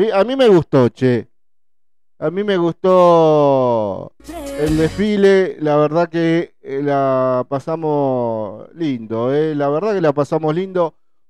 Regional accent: Argentina; así somos los argentinos

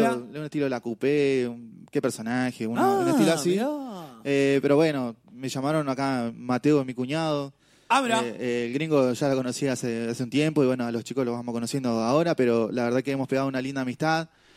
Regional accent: General Roca, Río Negro, Argentina; No, sí, sí, de Roca, nacido y criado en Roca, Barrio Nuevo, Las 500.

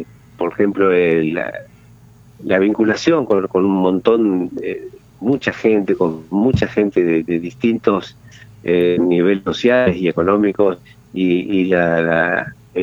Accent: Paraná, Entre Ríos, Argentina; Yo soy de acá de Paraná

